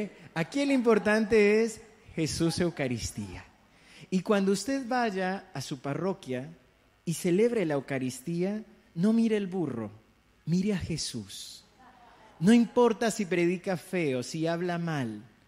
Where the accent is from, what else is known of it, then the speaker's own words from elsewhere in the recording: Colombia; Aquí no, pero en Colombia, vieron que yo soy colombiana.